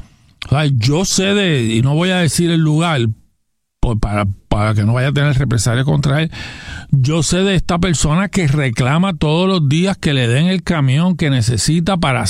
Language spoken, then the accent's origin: Spanish; Gurabo, Puerto Rico; yo soy de Gurabo, y ajá, gran parte del lago Carraízo está en Gurabo